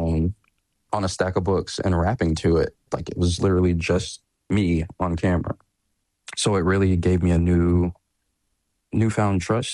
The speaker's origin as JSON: {"language": "English", "town": "Dallas", "region": "Texas", "country": "United States"}